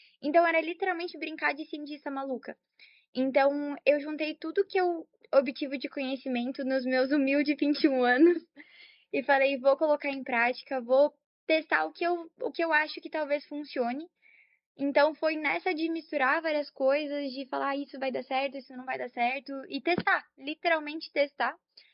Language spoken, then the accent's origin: Portuguese; São Paulo, Brazil; now in Curitiba, Brazil; Eu sou de São Paulo e eu vim para cá, para Curitiba, só para fazer na PUC, porque a grade eu gostei bastante.